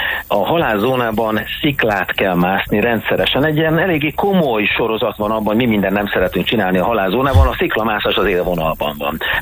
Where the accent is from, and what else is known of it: Hungary